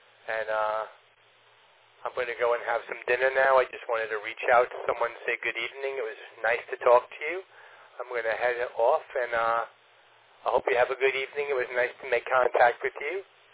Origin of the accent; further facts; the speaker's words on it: Lynbrook, New York, United States; moved away as an adult; now in Long Island (near Jericho Turnpike), United States; I moved here about 8 years ago. I grew up actually in Lynbrook, and then I came out this way